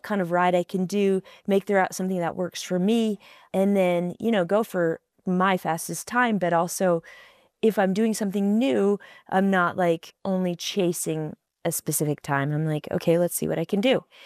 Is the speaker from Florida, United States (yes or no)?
no; Alaska, United States; And I'm from Alaska.